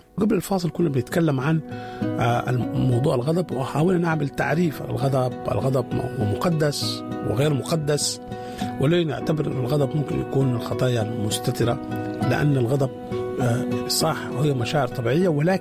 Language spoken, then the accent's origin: Arabic; Sudan; وعندنا في السودان يقول زول ده أحمقنجي